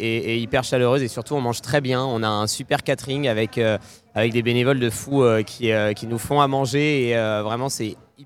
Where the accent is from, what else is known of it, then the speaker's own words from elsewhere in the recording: Saint-Brieuc, Brittany, France; moved away; Je suis né à Saint-Brieuc, j'ai grandi à Saint-Brieuc et puis en fait, il y a toujours quelque chose qui nous rattache à Saint-Brieuc.